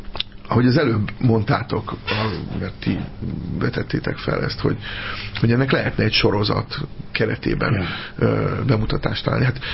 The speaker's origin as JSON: {"language": "Hungarian", "town": "Eger", "region": "Heves", "country": "Hungary", "tie": "born or raised there", "said": "Igen, ott nőttem fel, és amikor én Egerben gyerek voltam, fiatal, tinédzser, akkor volt körülbelül 8 olyan hely, ahol Nagyvászon lehetett filmet nézni."}